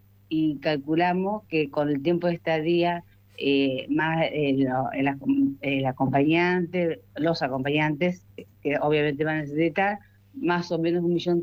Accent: Leones, Córdoba, Argentina; Somos de Leones, provincia de Córdoba.

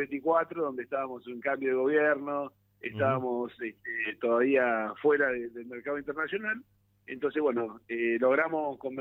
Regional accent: Neuquén, Argentina; Como bien comentaban, yo soy de Neuquén, así que bueno, con esta necesidad de energética de Argentina

